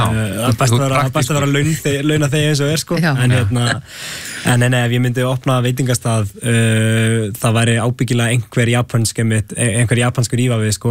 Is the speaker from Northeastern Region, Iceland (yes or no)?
yes; Siglufjörður, Northeastern Region, Iceland; ég kem frá Siglufirði og þá var maður ofta að geta sveiðakjama út í sveit hjá sýstu pappa sko